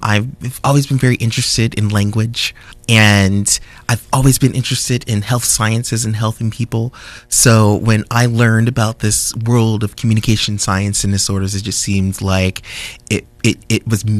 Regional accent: West Covina, California, United States; So I grew up in the San Gabriel Valley in West Covina

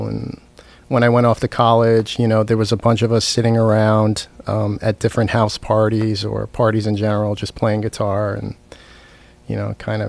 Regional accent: New York, United States; now in Los Angeles, United States; So I grew up in New York

